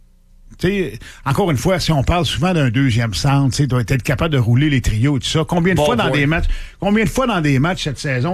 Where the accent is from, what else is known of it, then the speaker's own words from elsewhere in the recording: Montreal, Quebec, Canada; Moi, tu sais, je viens de Montréal, mais j'ai fait exprès.